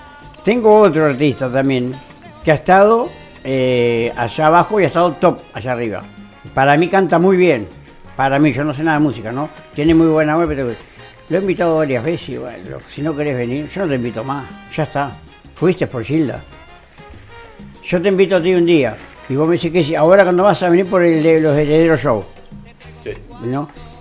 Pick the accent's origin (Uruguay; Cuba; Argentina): Uruguay; Maldonado; mira que somos de Maldonado.